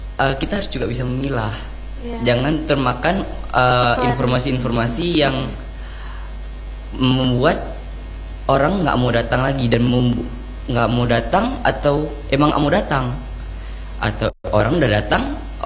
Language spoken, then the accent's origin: Indonesian; Aceh, Indonesia; Aceh Besar.